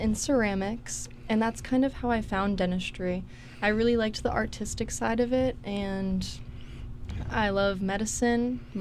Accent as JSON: {"language": "English", "town": "Ossining", "region": "New York", "country": "United States", "moved": "as an adult", "lives_now": "South Carolina, United States", "said": "A lot of people would consider Westchester as upstate New York, but I'm from Westchester County, Ossining to be exact, but most people have not heard of Ossining. But I'm about a 50-minute train ride from the city."}